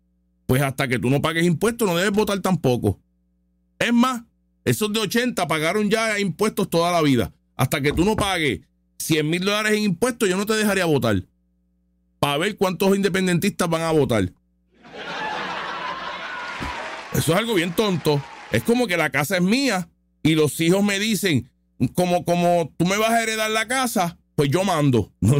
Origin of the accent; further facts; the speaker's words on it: Puerto Rico; Puerto Rico es 135, es pequeño. Y nosotros tenemos una calidad de vida de país grande porque somos parte de Estados Unidos.